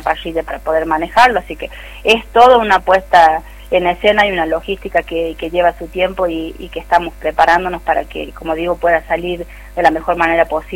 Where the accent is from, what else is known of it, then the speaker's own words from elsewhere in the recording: Los Varela, Catamarca, Argentina; la mayoría somos de aquí, de los Varela